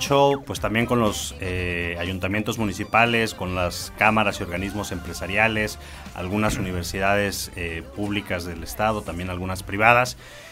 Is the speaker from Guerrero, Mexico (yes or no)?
no; Chiapas, Mexico